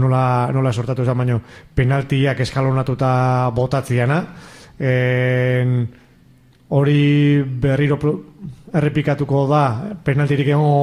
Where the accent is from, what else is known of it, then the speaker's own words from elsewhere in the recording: Zarautz, Basque Country, Spain; Zarauztar askok bizi izan duguna txikitan